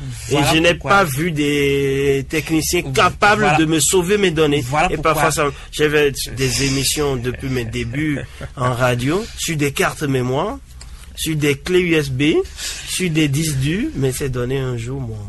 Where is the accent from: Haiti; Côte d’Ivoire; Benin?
Benin; Mais moi, en tant que Béninois